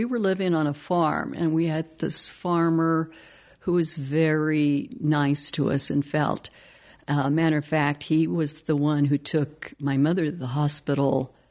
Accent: Windsor, Colorado, United States; growing up in Windsor was interesting because the first immigrants into that area were the Russians and Germans.

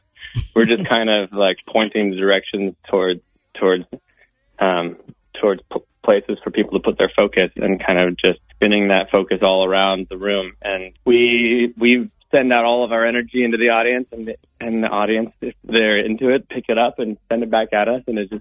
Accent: Portland, Oregon, United States; I grew up around Portland.

